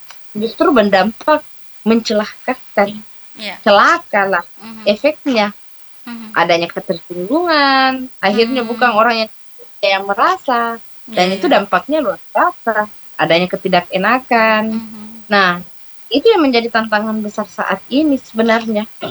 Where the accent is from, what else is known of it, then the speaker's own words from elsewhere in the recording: South Sulawesi, Indonesia; Khususnya kita adalah orang Sulawesi Selatan yang menjunjung tinggi harga martabat diri